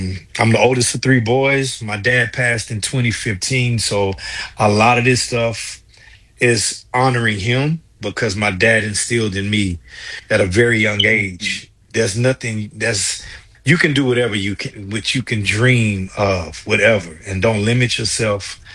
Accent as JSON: {"language": "English", "town": "Beaumont", "region": "Texas", "country": "United States", "said": "Well, I'm originally from Beaumont, Texas, a graduate of Prairie View Ann University."}